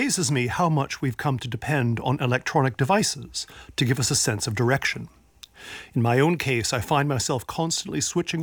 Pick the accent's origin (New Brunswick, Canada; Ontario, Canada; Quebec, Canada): Ontario, Canada; Toronto; Growing up in Toronto